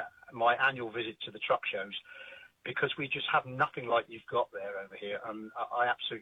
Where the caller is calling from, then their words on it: England, United Kingdom; as an Englishman looking into your country